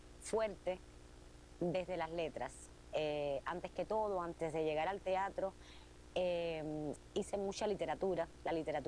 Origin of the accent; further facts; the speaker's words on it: Cuba; Soy una mujer cubana, soy una mujer cubana que se parece muchísimo al público que va a verla a la sala. Soy también una mujer latinoamericana